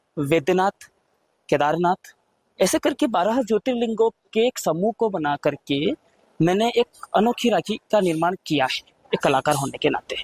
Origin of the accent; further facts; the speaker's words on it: Madhya Pradesh, India; मैं मालवा क्षेत्र से आता हूँ, तो यहाँ पे अष्टमुखी भगवान पशुपतिनाथ विराजित हैं जो कि मंदसौर स्थित है।